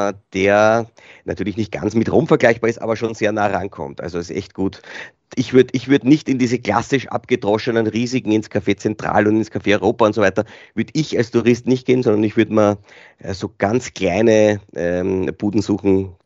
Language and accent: German; Austria